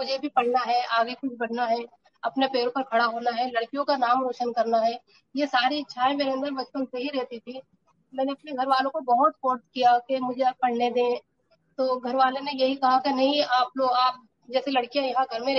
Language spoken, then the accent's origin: Hindi; Rampur, Uttar Pradesh, India; Good evening ma'am … और मैं रामपुर शहर के छोटे से मोहल्ले कलगत के रहने वाली हूँ।